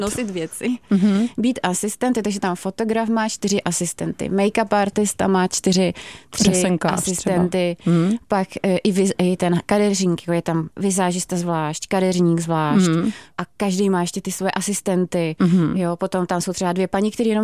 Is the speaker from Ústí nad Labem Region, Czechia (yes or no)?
no; Prague, Czechia; To bylo v Praze, já jsem z Prahy.